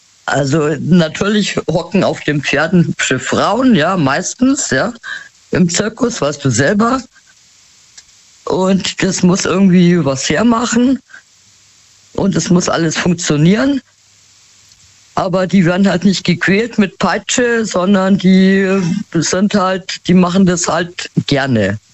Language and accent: German; Munich, Bavaria, Germany